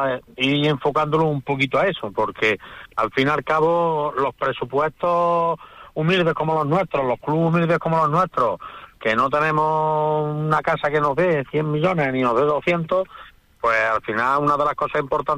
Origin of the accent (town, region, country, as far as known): Pozoblanco, Andalusia, Spain